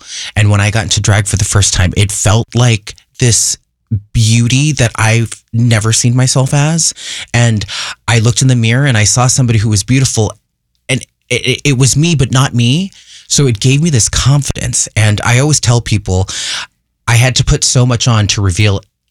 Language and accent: English; Fresno, California, United States; Well, I did do some growing up in Fresno, California, and that was my first taste of theater.